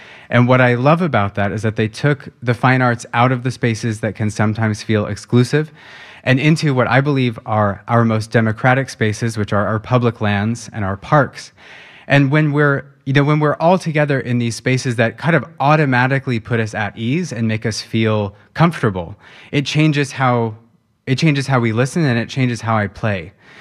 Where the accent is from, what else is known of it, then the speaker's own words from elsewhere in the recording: Sunriver, Oregon, United States; moved away as an adult; also born or lived in Los Angeles / London; I grew up in Sun River, Oregon